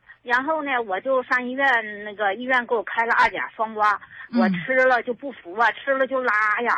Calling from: Tianjin, China; 我是天津的，河东区的。

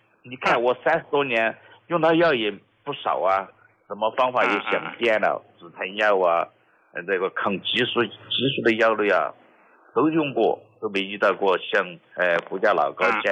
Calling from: Nantong, Jiangsu, China; 我来自江苏南通的。

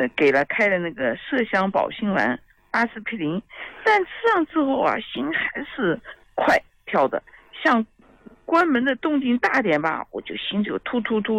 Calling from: Nanjing, Jiangsu, China; 李老师，我是南京的。

